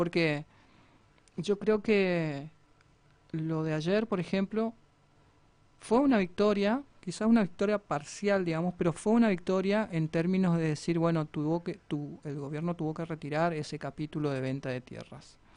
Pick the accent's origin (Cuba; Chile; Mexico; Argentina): Argentina